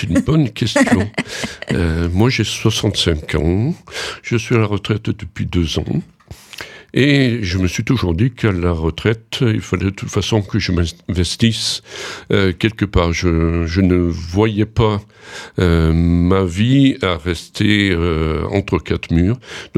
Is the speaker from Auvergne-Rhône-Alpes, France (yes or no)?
yes; Colombier-le-Vieux, Auvergne-Rhône-Alpes, France; now in Romans-sur-Isère, France; Non, je suis de Colombier-le-Vieux, en Nord-Est